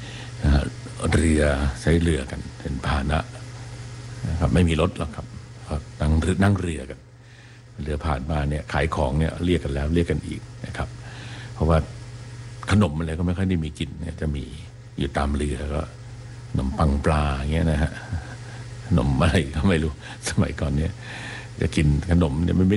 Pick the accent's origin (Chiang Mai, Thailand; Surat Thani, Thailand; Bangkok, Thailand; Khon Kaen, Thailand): Bangkok, Thailand; ก็ตอนไปอยู่กันกับน้องสาวซึ่งเราก็เป็นเด็กกรุงเทพนะฮะที่มีไฟฟ้าแล้วก็มีโทรทัศน์ดู